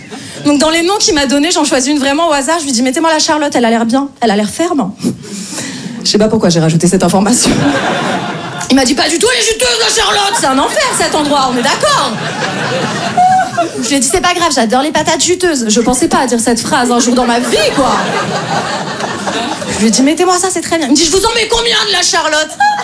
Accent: Paris, Île-de-France, France; moi je viens de Paris.

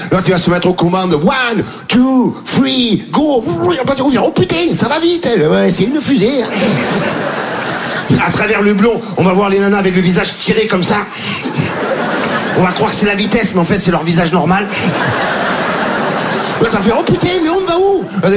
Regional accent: Marseille, Provence-Alpes-Côte d'Azur, France; Je lui dis, non, moi aussi, je suis Marseillais, mais.

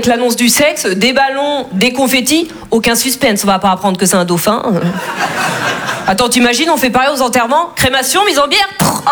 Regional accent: Russia; Je lui ai dit, bon, non, moi, je suis russe, ça ne me dérange pas.

